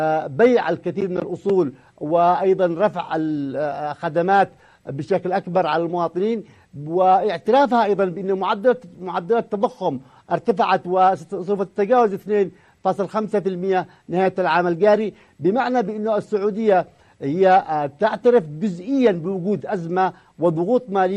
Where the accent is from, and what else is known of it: Yemen